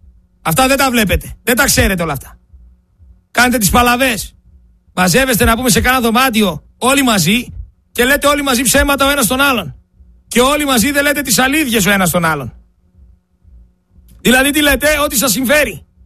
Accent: Greece; Εγώ είμαι Έλληνας πατριώτης.

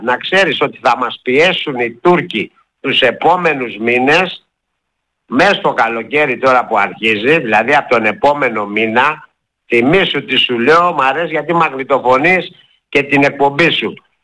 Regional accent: Ermoupoli, South Aegean, Greece; κατάγομαι από την Ερμούπολη της Σύρου, που είναι η πρωτεύουσα των Κυκλάδων

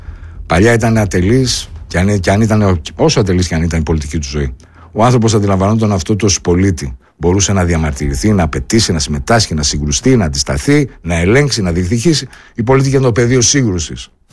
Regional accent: Greece; επειδή εμείς ως Έλληνες οικοδομήσαμε και ζήσαμε σε ένα κράτος το οποίο είναι εχθρικό απέναντι στον Έλληνα

